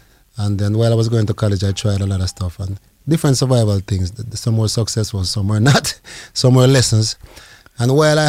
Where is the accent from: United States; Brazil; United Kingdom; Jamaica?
Jamaica; moved away; Because when I came from Jamaica, I left and went straight into the ghetto. Where we were, six of us were in a two-bedroom apartment.